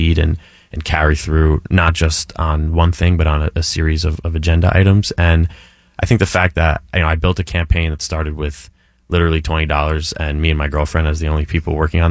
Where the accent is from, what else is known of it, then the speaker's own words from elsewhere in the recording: East Northport, New York, United States; where I grew up in East Northport